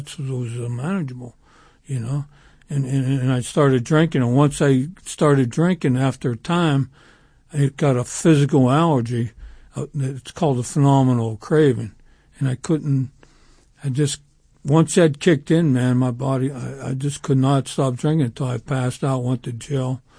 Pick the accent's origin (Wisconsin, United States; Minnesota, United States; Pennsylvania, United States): Pennsylvania, United States; McKees Rocks; the violence that I grew up in McKees Rocks, you know.